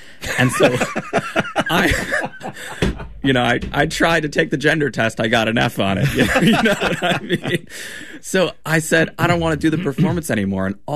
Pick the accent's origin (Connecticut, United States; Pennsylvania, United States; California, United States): Connecticut, United States; born there; I was born a girl in Connecticut